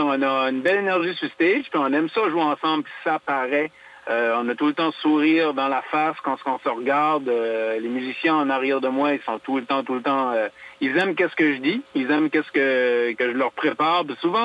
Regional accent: Canada; on est acadien, mais on a beaucoup d'influence anglais aussi

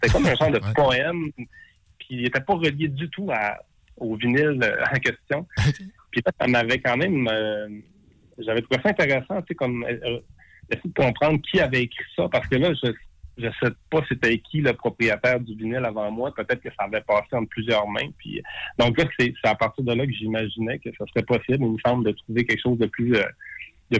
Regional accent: Saguenay, Quebec, Canada; born there

